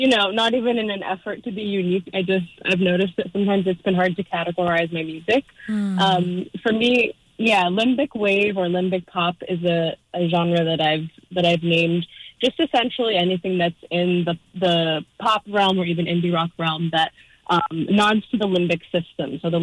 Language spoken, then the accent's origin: English; Calgary, Alberta, Canada; moved away as an adult; now in Los Angeles, United States; I'm originally from Calgary, very proud to be born and raised Calgarian. We're quite rare. Heavily identify as a prairie girl, and I spend most of my time in Los Angeles now, where I also have roots.